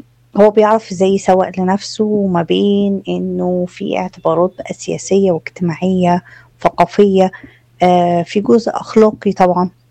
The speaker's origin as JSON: {"language": "Arabic", "country": "Egypt", "said": "إحنا كمصريين"}